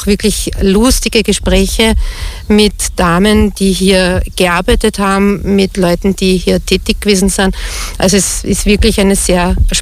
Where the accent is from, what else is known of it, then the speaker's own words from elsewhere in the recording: Oberrohrbach, Lower Austria, Austria; born there; Ich bin geboren in Oberrohrbach. Ich habe meine Vorfahren unspektakulärerweise alle in der Umgebung.